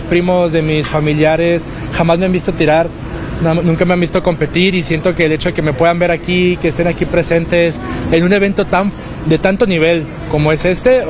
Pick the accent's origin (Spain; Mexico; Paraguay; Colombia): Mexico; Monclova, Coahuila; moved away as an adult; now in Saltillo, Mexico; Yo soy oriundo de Monclova, pero tengo ya 4 años viviendo aquí